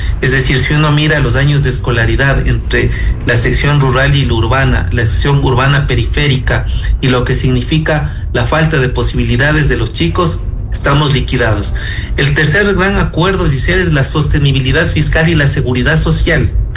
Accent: Ecuador

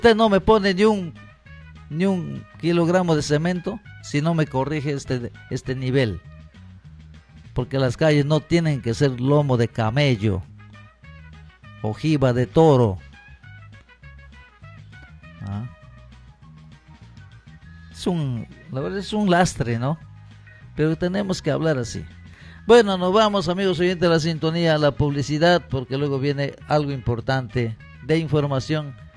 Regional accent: Peruvian Amazon, Peru; Como dicen por ahí en mi tierra, en la selva

